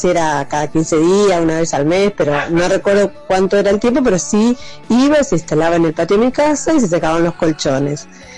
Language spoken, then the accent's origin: Spanish; General Villegas, Buenos Aires Province, Argentina; Yo soy de General Villegas, y se utilizaba eso, y no vivíamos en el campo, vivíamos en el pueblo, en ese momento que era pueblo.